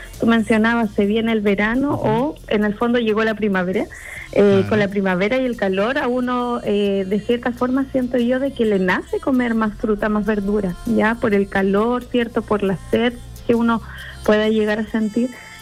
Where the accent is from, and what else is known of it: Chile